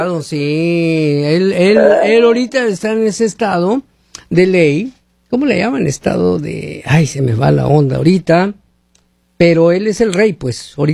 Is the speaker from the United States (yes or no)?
no; Mexico